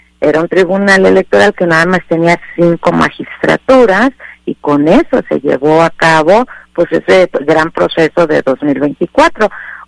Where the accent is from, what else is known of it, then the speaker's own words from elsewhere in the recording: Mexico; Me parece que como mexicanas y mexicanos sí tenemos que estar muy